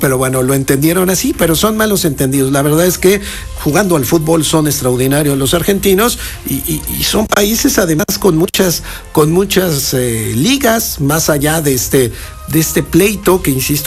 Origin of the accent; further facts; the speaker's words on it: Mexico; Y tenemos que reconocer como mexicanos que el fútbol argentino ha influenciado al mexicano.